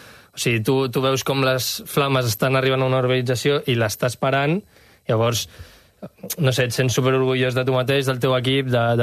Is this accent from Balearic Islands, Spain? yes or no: no; Gavà, Catalonia, Spain; Clar, jo soc del Parc de Gavà i aquell el vam pillar fort, i just hi havia urbanitzacions al costat